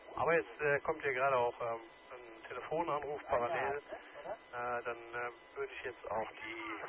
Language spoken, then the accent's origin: German; Mönchengladbach, North Rhine-Westphalia, Germany; Ja, aktuell Aachen. Ich komme zwar aus Mönchengladbach, aber momentan bin ich hier portabel in Aachen, in der schönen Kaiserstadt.